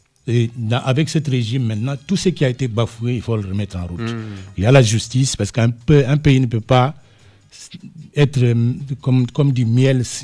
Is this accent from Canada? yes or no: no; Senegal; je suis sénégalais